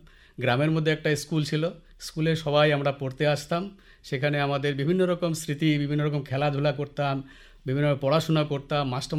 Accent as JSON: {"language": "Bangla", "area": "Alipurduar", "region": "West Bengal", "country": "India", "tie": "born or raised there", "said": "আমি প্রত্যন্ত গ্রাম থেকে পড়াশোনা করে এসেছি, আমি সেখানে থেকেছি। জন্ম হয়েছে আলিপুরদুয়ারে, কিন্তু বড় হয়েছি নারাথলিতে, কামাখ্যাপুরিতে।"}